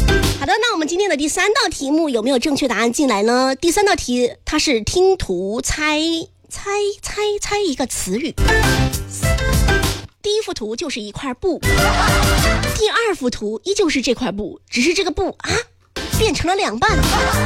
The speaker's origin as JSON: {"language": "Chinese", "town": "Meishan", "region": "Sichuan", "country": "China", "tie": "born or raised there", "moved": "yes", "lives_now": "Huizhou, China", "said": "因为我的家乡就是在四川眉山。"}